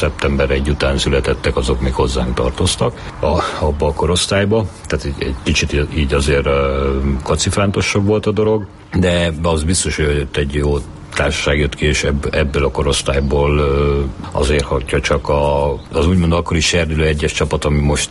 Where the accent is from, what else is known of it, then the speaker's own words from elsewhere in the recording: Bogád, Baranya, Hungary; tehát az én egy Pécs mellett egy faluban nőttem fel, Bogádon, ahol koriban szerintem ilyen 900 környékén most is talán 1000-en hallatnak a faluba, tehát egy kis falu.